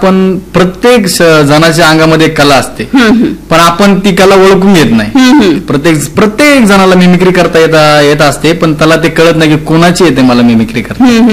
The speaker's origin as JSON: {"language": "Marathi", "town": "Thane", "region": "Maharashtra", "country": "India", "tie": "born or raised there", "also_born_or_lived": "Beed", "said": "तर मी ठाण्यामध्ये राहिलेलो आहे, म्हणजे माझं लहानपण पूर्ण ठाण्यामध्येच आहे. मी ठाण्यामध्ये कमीत कमी 8वी पर्यंत शिकलोय. 8वी नंतर मी बीडला आलो"}